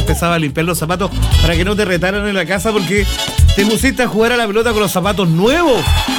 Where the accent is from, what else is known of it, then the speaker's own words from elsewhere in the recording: Chile; Somos tantos chilenos que nos pagan las licencias.